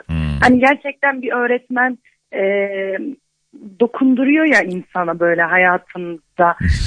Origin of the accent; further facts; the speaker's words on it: Şanlıurfa, Turkey; also born or lived in Eskişehir; Burada da görev yapıyorum şu an kendi memleketimde.